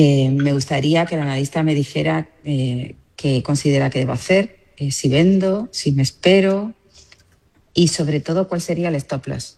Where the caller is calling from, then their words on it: Madrid, Community of Madrid, Spain; de Madrid.